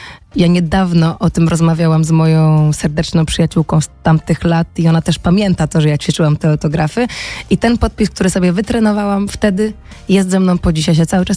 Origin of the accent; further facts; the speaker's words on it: Bytów, Pomeranian Voivodeship, Poland; u nas w Bytowie nie ma stacji kolejowej, więc są tylko autobusy